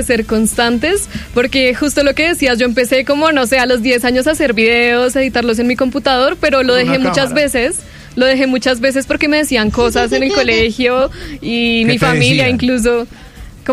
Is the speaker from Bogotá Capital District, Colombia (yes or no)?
yes; Bogotá, Bogotá Capital District, Colombia; No, yo soy de acá de Bogotá. 100% nací y crecí acá.